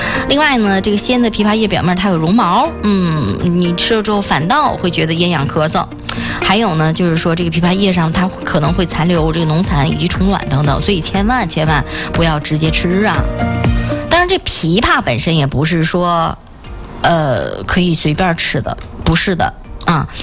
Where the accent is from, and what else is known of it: Northeast China, China